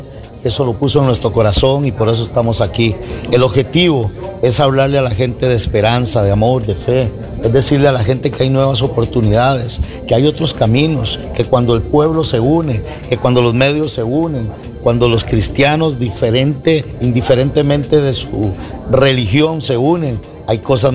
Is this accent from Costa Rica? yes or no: yes; Costa Rica; Soy pastor, vengo de Costa Rica.